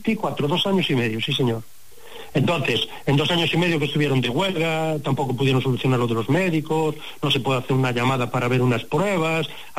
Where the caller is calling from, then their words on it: Pontevedra, Galicia, Spain; De Pontevedra.